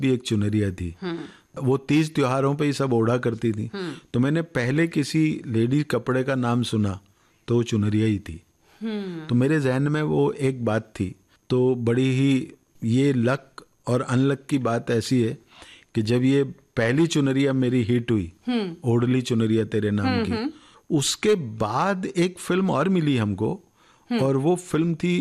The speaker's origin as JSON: {"language": "Hindi", "region": "Haryana", "country": "India", "said": "देखिए, ये मैं हरियाणा का रहने वाला हूँ"}